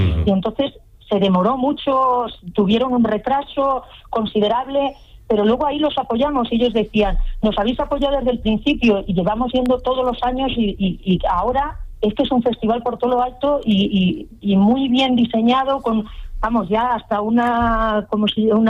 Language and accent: Spanish; Valdepeñas, Castilla-La Mancha, Spain; nosotros somos de Valdepeñas